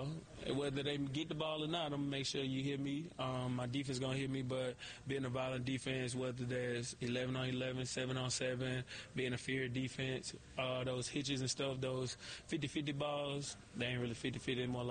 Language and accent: English; Jacksonville, Florida, United States; Yeah, I go back to my hometown, man. Yeah. Jacksonville, that's where I got drafted